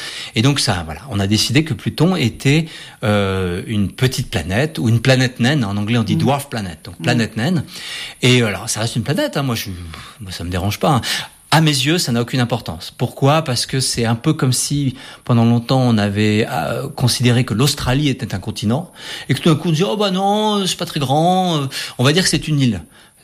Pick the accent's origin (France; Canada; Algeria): France; Mais bon, c'était sympa en tant que Français de participer à cette mission.